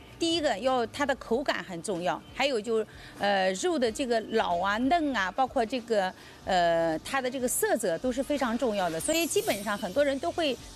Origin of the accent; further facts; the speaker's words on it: Shanghai, China; 我们上海人